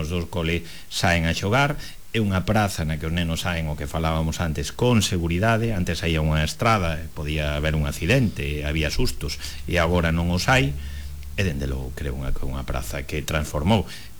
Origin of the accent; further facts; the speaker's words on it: Vilagarcía de Arousa, Galicia, Spain; porque eu son de Vilarcía tamén, aparte de ser o alcalde